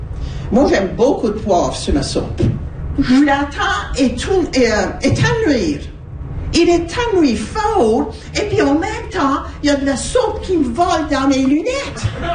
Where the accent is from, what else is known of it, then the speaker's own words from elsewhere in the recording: Nova Scotia, Canada; Ben moi, je viens de la Baie-Sainte-Marie.